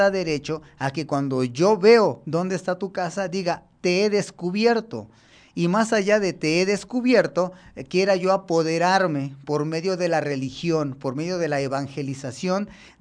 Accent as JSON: {"language": "Spanish", "country": "Mexico", "said": "para que nosotros como mexicanos analicemos la parte fundamental de nuestra historia"}